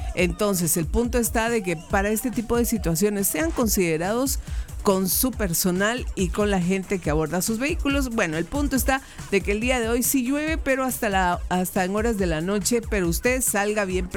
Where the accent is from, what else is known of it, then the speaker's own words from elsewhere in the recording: Guatemala; born there; now in Cobán, Guatemala; Ahora llego a mi pueblito natal